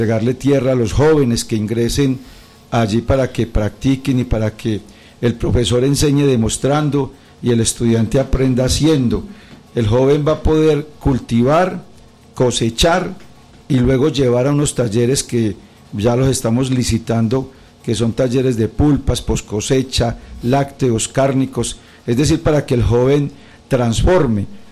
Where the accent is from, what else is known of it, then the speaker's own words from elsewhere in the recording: Samaná, Caldas, Colombia; y hoy aquí en Samaná, en mi pueblo